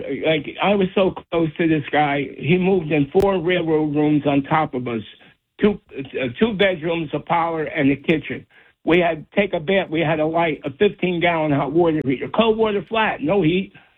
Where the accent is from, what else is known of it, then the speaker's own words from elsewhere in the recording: Newark, New Jersey, United States; now in Marlboro, United States; He was from the Central Ward like me growing up at 154 Warren Street, which is in the Central Ward. Cold water flat, no heat.